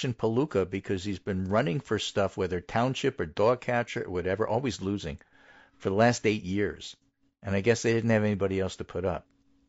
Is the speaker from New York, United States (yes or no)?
no; New Jersey, United States; Well, you know, I know I'm from New Jersey, but Kentucky 5 has a special place in my heart.